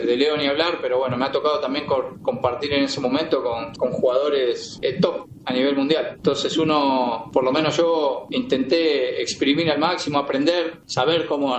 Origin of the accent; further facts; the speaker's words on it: Argentina; Lo único que como argentino le deseamos es que sea feliz